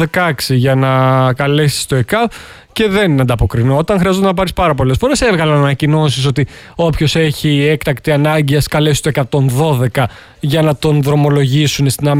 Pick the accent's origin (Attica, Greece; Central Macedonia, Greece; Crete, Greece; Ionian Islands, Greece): Crete, Greece; Εγώ έχω μεγαλώσει στην Κρήτη. Δεν το καταλαβαίνουν από την προφορά μου.